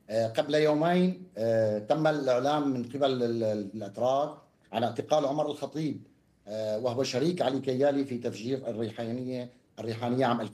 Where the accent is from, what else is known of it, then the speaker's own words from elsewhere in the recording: Latakia, Latakia Governorate, Syria; أنا كابن اللاذقية